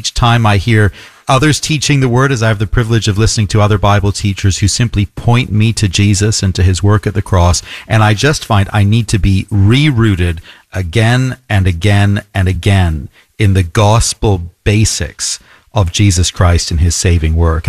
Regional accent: Toronto, Ontario, Canada; moved away; also born or lived in London; When I was a kid growing up in Toronto

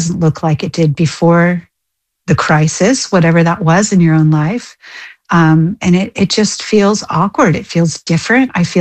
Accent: Australia; And don't worry, I am Australian. I'm a dual citizen.

